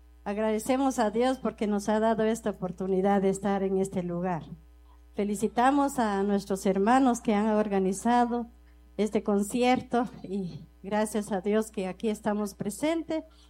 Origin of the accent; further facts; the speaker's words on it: Tecpán, Chimaltenango, Guatemala; Nosotros venimos de Tecpan, somos de la Iglesia Getsemaní, de la Alianza Cristiana y Misionera.